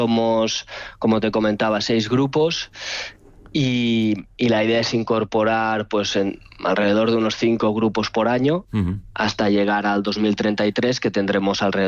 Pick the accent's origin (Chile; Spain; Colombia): Spain; Barcelona, Catalonia